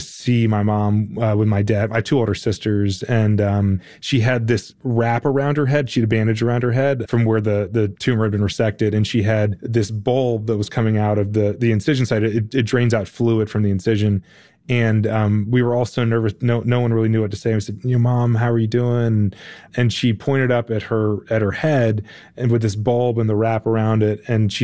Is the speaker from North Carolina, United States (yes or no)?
yes; Raleigh, North Carolina, United States; So I grew up in Raleigh, North Carolina, where college sports are really big